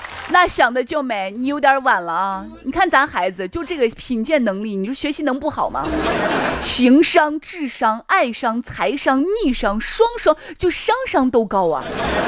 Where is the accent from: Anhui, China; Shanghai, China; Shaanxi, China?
Shaanxi, China; Xi'an; 关中的我们，即将准备在秋风中瑟瑟发抖吧。